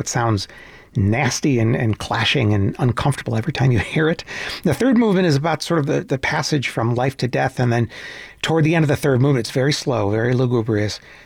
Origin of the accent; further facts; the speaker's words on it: Cleveland, Ohio, United States; now in Washington, United States; my hometown